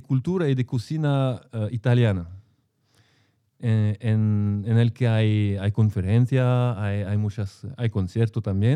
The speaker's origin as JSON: {"language": "Spanish", "town": "Marseille", "region": "Provence-Alpes-Côte d'Azur", "country": "France", "second_language": "Spanish", "said": "Porque yo personalmente, yo vengo de Marsella y antes de venir aquí en Buker yo no sabía nada de la situación de los trabajadores aquí."}